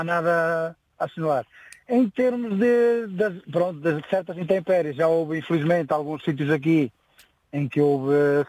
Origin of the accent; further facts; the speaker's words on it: Resende, Norte, Portugal; moved away; Eu quando vim para aqui, eu venho da zona do Alto Douro.